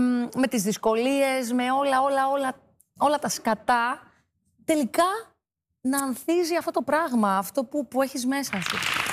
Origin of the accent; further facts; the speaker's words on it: Drama, Eastern Macedonia and Thrace, Greece; now in Athens, Greece; όταν έφυγα από τη Δράμα, είπα ότι κατεβαίνω στην Αθήνα να τραγουδήσω με τον